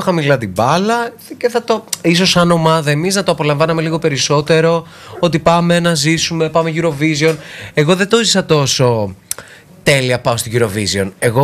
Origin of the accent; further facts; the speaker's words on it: Serres, Central Macedonia, Greece; από το σπίτι μου, από το χωριό μου, ας πούμε στα Σέρας.